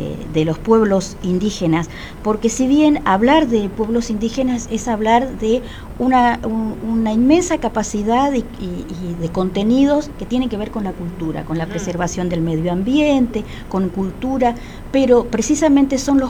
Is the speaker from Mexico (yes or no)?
no; Argentina; nosotros como nación argentina